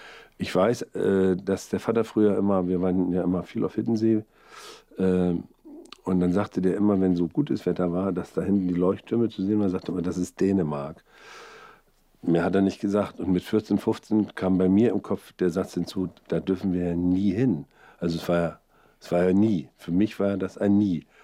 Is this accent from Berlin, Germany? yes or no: no; Mecklenburg-Vorpommern, Germany; Ich komme ja aus dem Süden von Mecklenburg.